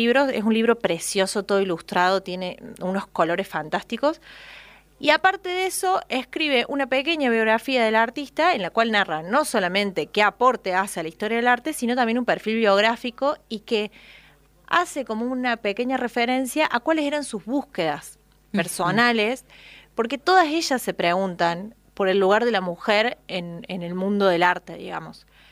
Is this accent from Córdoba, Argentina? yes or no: yes; Bell Ville, Córdoba, Argentina; yo estudié artes visuales en Belleville, de donde soy, cuando era chica.